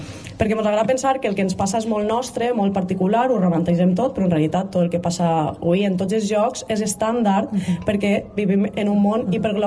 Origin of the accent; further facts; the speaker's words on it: Castalla, Valencian Community, Spain; Això és, i perquè jo som més de Castellà que la Torre Grossa